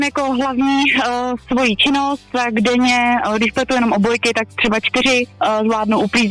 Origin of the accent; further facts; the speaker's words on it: Sokolov, Karlovy Vary Region, Czechia; Já jsem ze Sokolova, ze západních Čech.